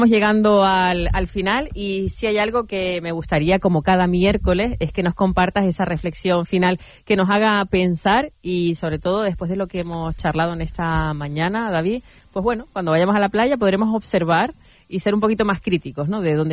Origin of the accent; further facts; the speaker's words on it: Canary Islands, Spain; como pueblo totalmente conectado, como pueblo canario conectado al mar